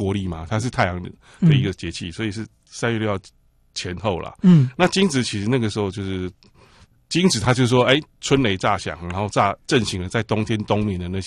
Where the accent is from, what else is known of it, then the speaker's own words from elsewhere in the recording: Taiwan; 那可是我们台湾人慢慢就这个变成它是一个氛围